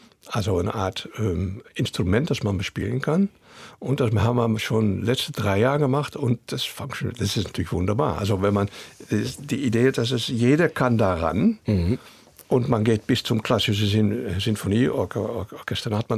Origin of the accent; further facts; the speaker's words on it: Netherlands; German is a second language; now in Germany; als Holländer